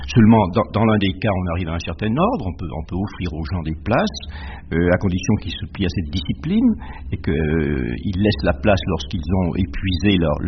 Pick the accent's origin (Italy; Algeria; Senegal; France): France; Vous savez, nous sommes français, un peu latin, un peu gaulois.